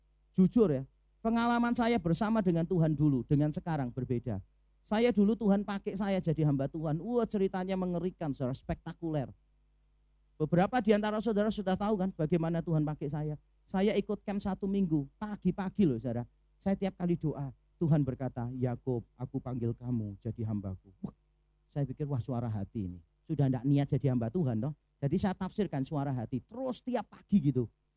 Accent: Semarang, Central Java, Indonesia; Besok papa ke Surabaya, saya berasal dari Semarang.

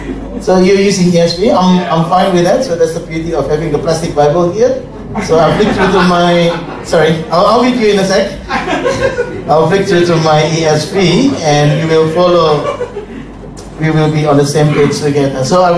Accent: Sydney, New South Wales, Australia; I was originally from Sydney. I did my studies, theological studies in Sydney.

